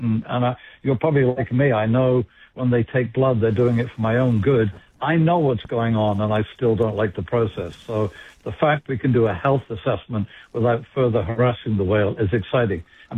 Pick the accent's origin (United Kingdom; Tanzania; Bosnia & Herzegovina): United Kingdom; now in Massachusetts, United States; Actually, even though I live in Massachusetts, I'm a Brit